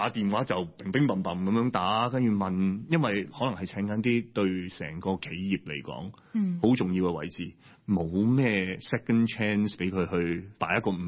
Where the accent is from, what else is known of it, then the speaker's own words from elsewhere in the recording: Hong Kong; 我覺得我哋香港人嘅服務好